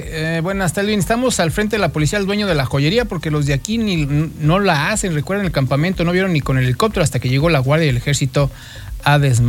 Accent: Aguascalientes, Mexico

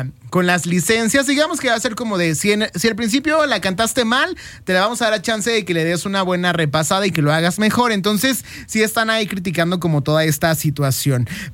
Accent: Mexico; nuestro país

